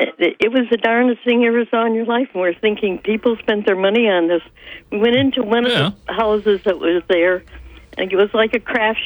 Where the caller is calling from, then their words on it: Dickinson, New York, United States; from the town of Dickinson.